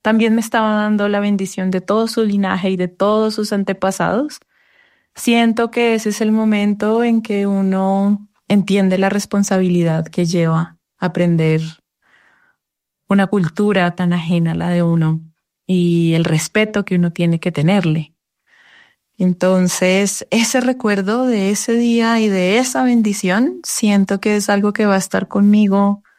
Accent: Colombia; siendo colombiana

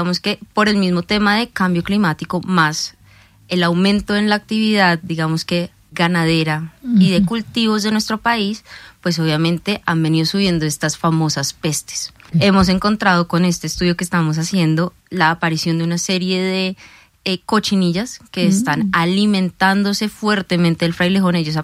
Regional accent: Colombia

